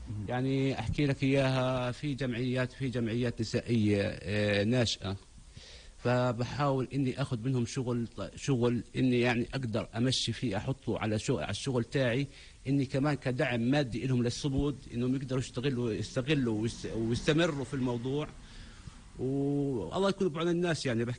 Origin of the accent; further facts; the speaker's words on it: Palestine; فإحنا كشعب فلسطيني